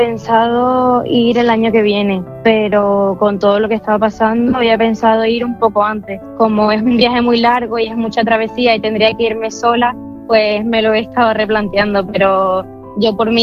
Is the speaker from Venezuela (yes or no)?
yes; Venezuela; now in Spain; Valencia, que es un estado que se encuentra en mi país.